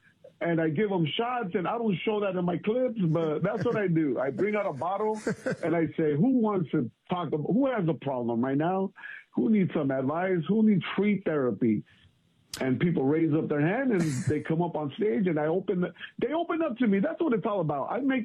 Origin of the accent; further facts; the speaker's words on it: Los Angeles, California, United States; Man, I grew up in East L.A. in the wrong era, man. Back in the 90s, it was tough.